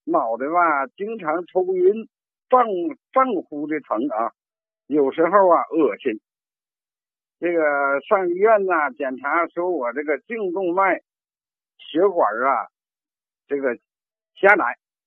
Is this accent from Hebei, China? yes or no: yes; Tangshan, Hebei, China; 哎呀，我是这个唐山的，是您的这个老患者了啊。